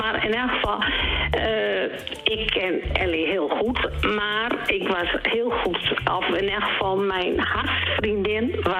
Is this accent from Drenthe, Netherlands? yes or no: yes; Drenthe, Netherlands; born there; now in Annen, Netherlands; Ik ben geboren in Winden.